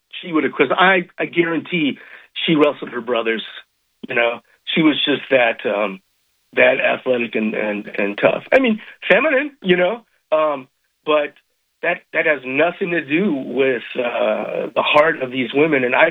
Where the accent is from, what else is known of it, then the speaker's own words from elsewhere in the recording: Swisher, Iowa, United States; So I grew up in Swisher, Iowa. It's halfway between Cedar Rapids and Iowa City.